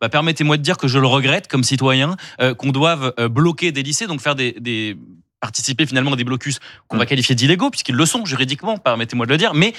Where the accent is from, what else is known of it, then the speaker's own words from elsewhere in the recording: Centre-Val de Loire, France; Moi, je viens de l'Indre, donc c'est un peu comme l'heure, c'est dans la diagonale du vide, plein vide.